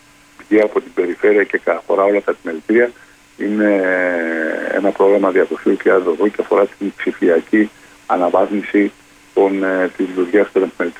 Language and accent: Greek; Kavala, Eastern Macedonia and Thrace, Greece; θα μιλήσω και ως Καβαλιώτης.